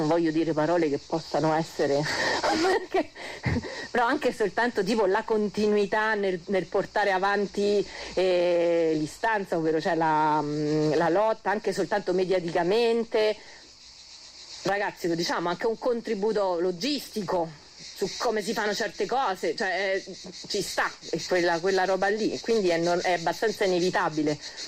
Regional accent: Rome, Lazio, Italy; moved away; Poi io in valle vivo da 10 anni, vengo da Roma, forse come un pochino si sente

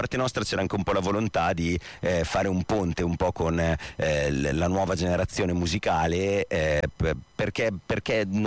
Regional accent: Lombardy, Italy

